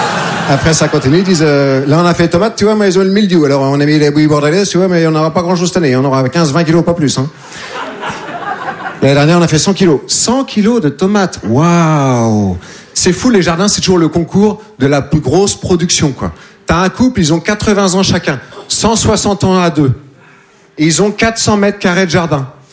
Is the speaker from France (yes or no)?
yes; Nouvelle-Aquitaine, France